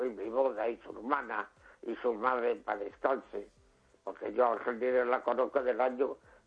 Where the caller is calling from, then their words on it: Madrid, Community of Madrid, Spain; yo vivía con mis padres en el barrio Salamanca. Mi padre era militar y estábamos en los pisos militares.